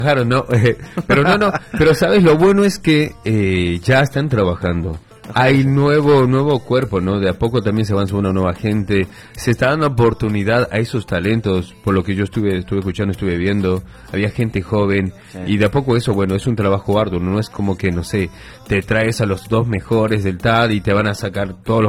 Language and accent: Spanish; El Alto, La Paz, Bolivia; born there; Yo soy netamente boliviano, César también es de Bolivia, yo nací en el Alto La Paz.